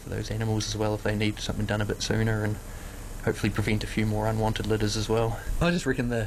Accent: New Zealand; Like I've been out last summer, like I'm a New Zealander, so this is pretty warm for us.

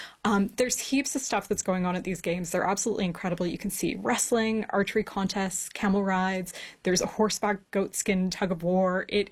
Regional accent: Canada; No, they haven't, and I am going to correct you. I'm Canadian.

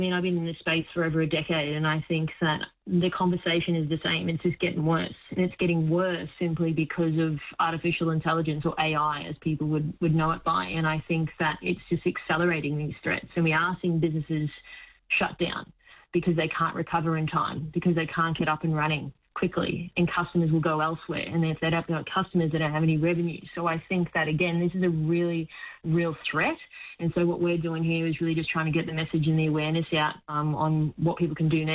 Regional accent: Queensland, Australia; I'm actually a Queenslander.

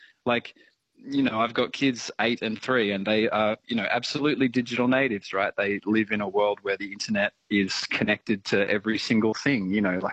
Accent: Wagga Wagga, New South Wales, Australia; I grew up in Wagga Wagga playing, you know, in youth music bands essentially.

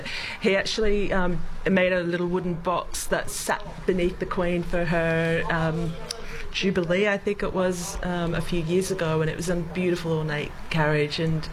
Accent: Lismore, New South Wales, Australia; I did. You know, I grew up in around Lismore, so we didn't have a lot of choice, and we listened to the ABC.

